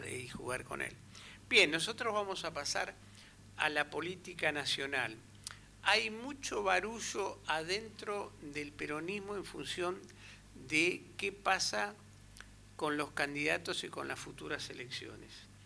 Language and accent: Spanish; Argentina; nosotros somos argentinos y malvineros.